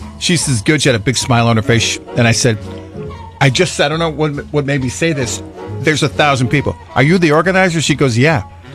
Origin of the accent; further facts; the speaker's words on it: Coventry, Rhode Island, United States; last night I was out in West Warwick, Rhode Island, kind of my stomping grounds there. I grew up in Coventry. So Coventry, West Warwick kind of a thing.